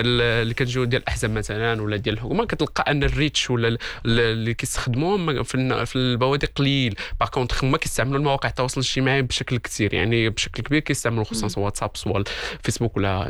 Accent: Morocco; الناس السياسيين عندنا في المغرب،

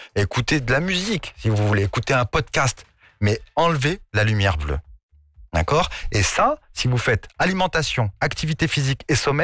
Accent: Morocco; Vous allez vous dire que je suis suisse, mais non, je suis marocain, un maghrébi, mais je vais vous dire et l'un et l'autre.

